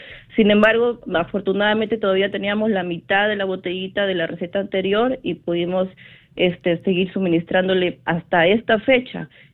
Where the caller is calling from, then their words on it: Lima, Peru; llamo desde Los Olivos.